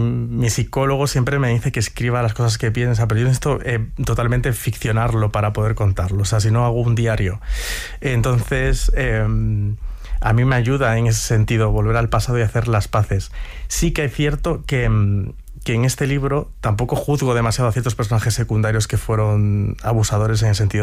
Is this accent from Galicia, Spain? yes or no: yes; Ourense, Galicia, Spain; moved away; Me daba miedo esa vuelta a mi ciudad natal